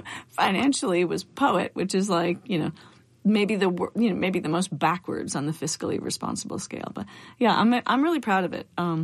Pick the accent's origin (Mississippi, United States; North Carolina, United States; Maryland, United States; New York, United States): Maryland, United States; Baltimore; I was born in Baltimore, but we had a cabin in like the woods of Eastern Maryland or Western Maryland that bordered in West Virginia.